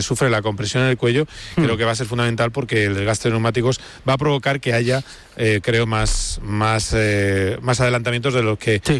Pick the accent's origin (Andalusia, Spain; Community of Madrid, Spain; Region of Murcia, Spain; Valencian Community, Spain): Community of Madrid, Spain; Madrid